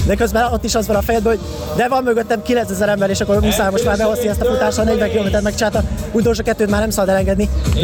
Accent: Hungary; Szóval örülök, hogy legalább magyarként sikerült behozni ezt a Budapest.

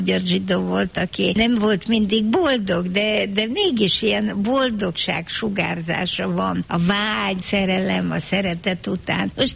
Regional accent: Hungary; magyar vagyok

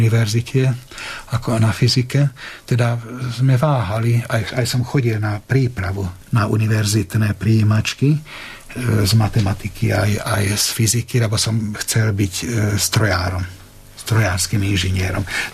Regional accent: Hungary; ten svet bol iný, ale síce áno, to ovzdušie bolo horšie tam vtedy, aj to politické, aj všelijaké, ako bolo doma v Maďarsku.

